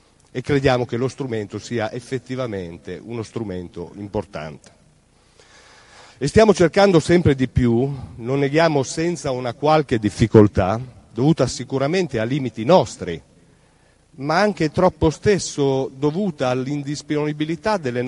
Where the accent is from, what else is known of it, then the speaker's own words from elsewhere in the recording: Bologna, Emilia-Romagna, Italy; io sono bolognese, emiliano romagnolo, per cui la conosco purtroppo molto bene